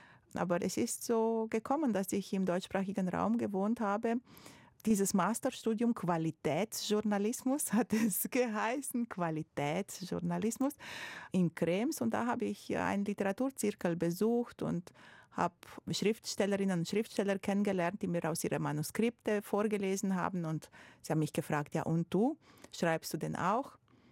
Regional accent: Romania; born there; German is a second language; moved away

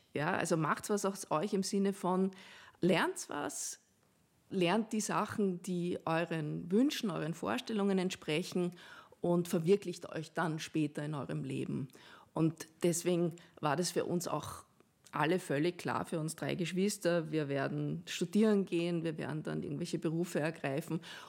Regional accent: Saalfelden, Salzburg, Austria; Da gab es so neben dem Fußballplatz in Saalfelden im Pinzgau, da wo ich aufgewachsen bin, gab es so ein kleines Fußballfeld

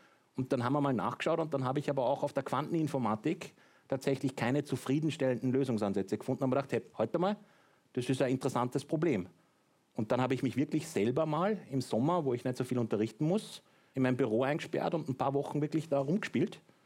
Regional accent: Hagenberg, Upper Austria, Austria; Schön, dass Sie meinen Heimatort so eloquent beschreiben.

